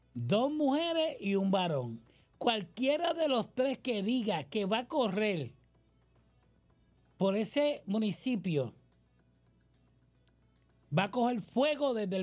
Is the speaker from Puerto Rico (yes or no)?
yes; Bayamón, Puerto Rico; also born or lived in Cataño; mi pueblo natal, nací y criado de Bayamón, pero tuve experiencias maravillosas en Cataño